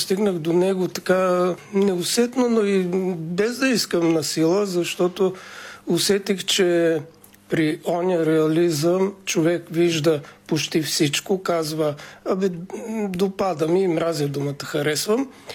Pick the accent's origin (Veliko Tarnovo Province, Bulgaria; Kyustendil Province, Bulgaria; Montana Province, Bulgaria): Montana Province, Bulgaria; Montana; born there; moved away as an adult; now in Shumen, Bulgaria; роден съм в Монтана, град Монтана, не щат Монтана. Ами там, сега както го цитират, северо-западналия край